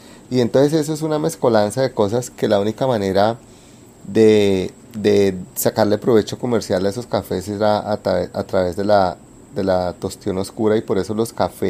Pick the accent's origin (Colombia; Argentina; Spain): Colombia; porque somos colombianos